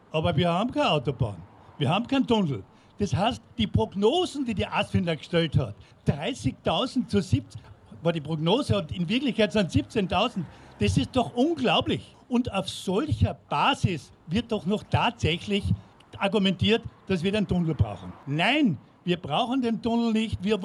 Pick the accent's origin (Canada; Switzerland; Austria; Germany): Austria; Essling, Vienna; ich komme aus Essling. Und genau Essling ist der Punkt, an den ich heute erinnern möchte